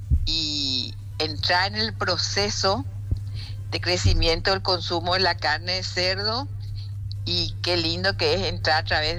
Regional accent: Paraguay

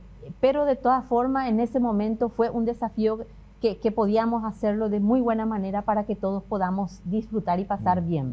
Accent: Coronel Oviedo, Caaguazú, Paraguay; born there; Muy bien, nací en Coronel Oviedo.

